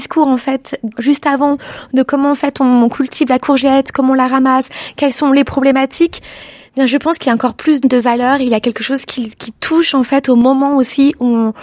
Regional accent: Annecy, Auvergne-Rhône-Alpes, France; now in Lyon, France; moi je viens d'Annecy

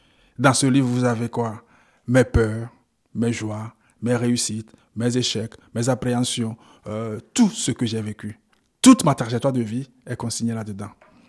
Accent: Lomé, Maritime, Togo; moved away as an adult; now in Belgium; Je suis togolais d'origine. Et Lomé, où je suis né, garde pour moi le charme de l'enfance.

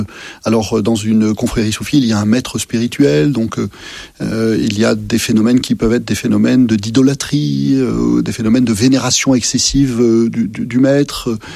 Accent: Massif Central, France; Puis bon, vous savez, moi je suis originaire du Massif Central, alors j'aime beaucoup la capitale, hein, mais c'est quand même pas mon milieu naturel.

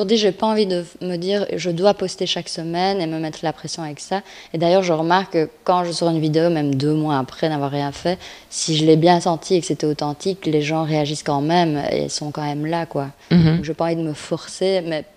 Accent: Liège, Wallonia, Belgium; Mais ouais, moi je tiens hyper fort à Liège et je ne change pas de mon accent non plus, je parle comme je parle.

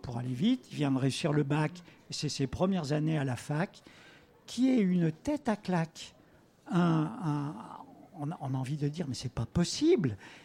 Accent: Saint-Étienne, Auvergne-Rhône-Alpes, France; chez nous, à Saint-Étienne.

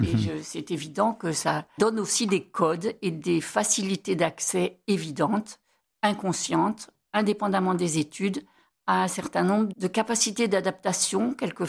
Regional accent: Paris, Île-de-France, France; born there; moved away as an adult; now in Avignon, France; Ça fait plus de 45 ans que j'habite à Avignon, que j'ai quitté Paris avec mon diplôme d'éducatrice en poche.

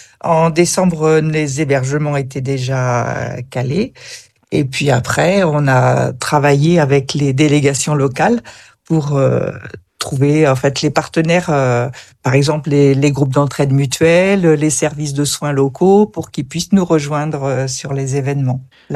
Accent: Tours, Centre-Val de Loire, France

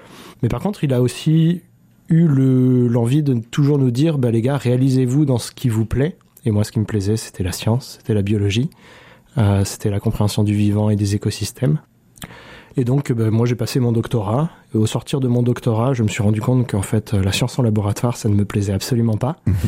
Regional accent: Les Sables-d'Olonne, Pays de la Loire, France; born there; Je suis né au Sable d'Olonne. J'ai passé pas mal de temps en Loire-Atlantique. Et je suis arrivé au lycée ici et j'ai eu du mal à en partir.

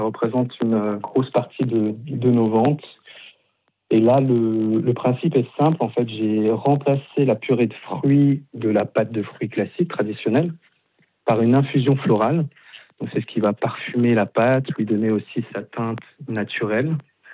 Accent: Grand Est, France; c'est une fleur qui pousse chez nous. Moi, je suis d'Alsace.

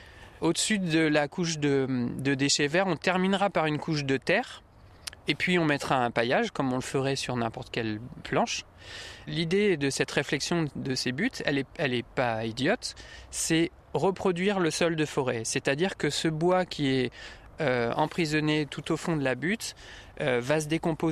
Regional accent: La Rochelle, Nouvelle-Aquitaine, France; born there; Alors, moi, je suis né à La Rochelle.

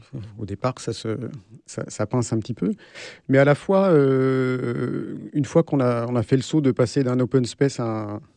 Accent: Normandy, France; moved away; also born or lived in Le Mans / Paris; j'ai passé toute mon enfance en Normandie, et après au Mans, et puis après pour les études d'histoire, je suis monté pour préparer l'agrégation à la Sorbonne. Je suis resté à Paris

